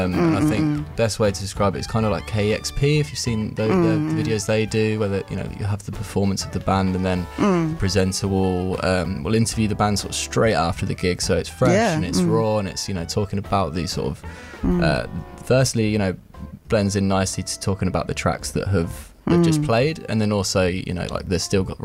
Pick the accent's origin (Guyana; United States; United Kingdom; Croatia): United Kingdom; Northampton, East Midlands